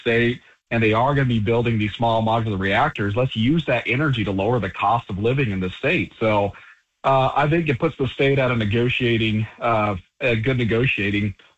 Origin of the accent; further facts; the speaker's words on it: Garden City, Kansas, United States; I'm from Garden City.